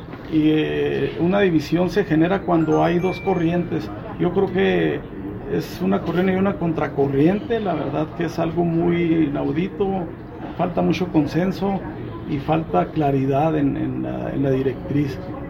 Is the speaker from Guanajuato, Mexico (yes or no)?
no; Hidalgo del Parral, Chihuahua, Mexico; los parralenses, independientemente de los colores nacionales y estatales, somos mexicanos